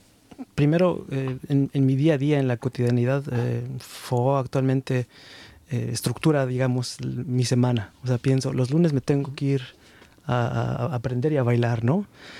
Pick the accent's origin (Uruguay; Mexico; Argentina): Mexico; now in Germany; mi identidad como mexicano